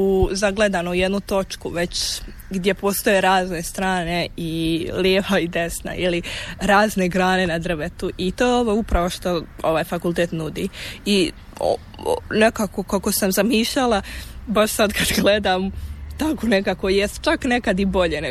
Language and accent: Croatian; Donja Mahala, Federation of Bosnia and Herzegovina, Bosnia & Herzegovina; Ja dolazim iz Bosanske Posavine, odnosno iz Donja Mahale kod Orašja.